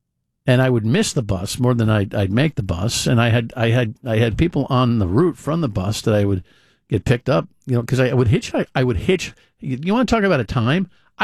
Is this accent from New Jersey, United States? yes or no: yes; New Jersey, United States; now in Cumberland, Rhode Island, United States; growing up in North Jersey